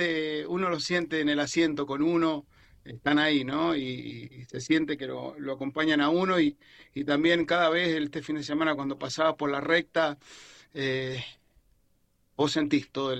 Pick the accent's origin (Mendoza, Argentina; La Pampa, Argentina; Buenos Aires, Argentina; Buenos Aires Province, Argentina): Mendoza, Argentina; yo soy de Mendoza, ¿no?